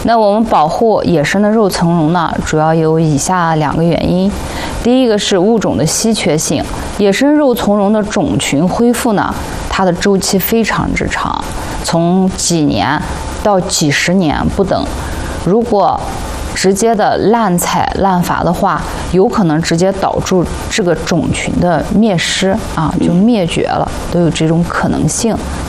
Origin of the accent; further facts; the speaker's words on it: Xinjiang, China; 我们新疆 人俗称的红柳